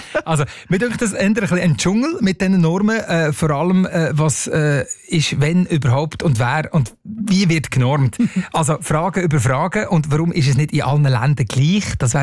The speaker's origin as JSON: {"language": "German", "country": "Switzerland", "said": "Die regelt nämlich die Anforderungen und auch das Prüfverfahren für Handzahnbürste bei uns in der Schweiz, dass wir alle ganz sicher unsere Zähne putzen können."}